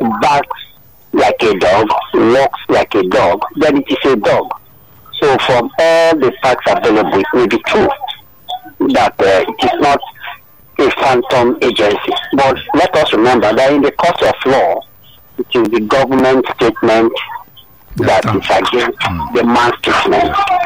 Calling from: Abaranje, Ikotun, Lagos, Nigeria; I'm calling from Abaraja in Ekotan.

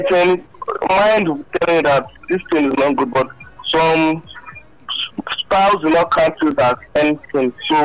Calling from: Kola, Nigeria; I'm calling from Kola.

